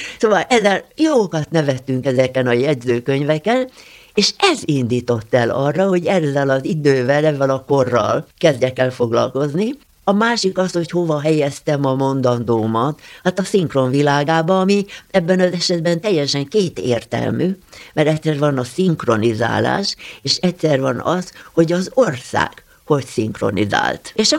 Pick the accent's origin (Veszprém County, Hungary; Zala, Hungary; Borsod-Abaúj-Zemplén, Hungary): Veszprém County, Hungary; Alsóörs; én Alsősen együtt nőttem fel. Mert én gyerekkoromban a poros utakon jártam, és ott semmi nem volt szinte